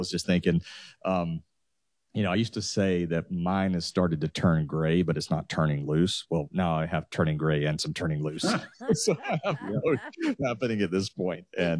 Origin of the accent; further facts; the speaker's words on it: Atlanta, Georgia, United States; I'm actually from the Atlanta area.